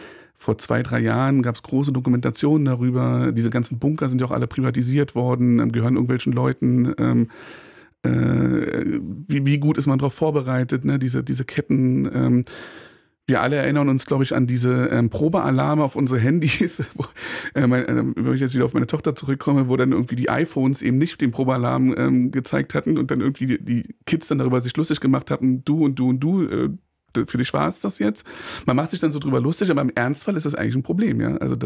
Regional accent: Berlin, Germany; ich bin ja hier in Ost-Berlin aufgewachsen

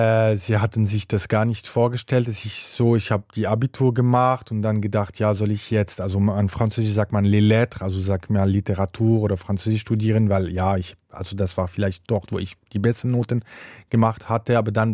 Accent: Fribourg, Switzerland; moved away as an adult; also born or lived in Zürich; Ich komme aus Fribourg, das ist schon die Provinz, eine tolle Stadt, aber schon die Provinz.

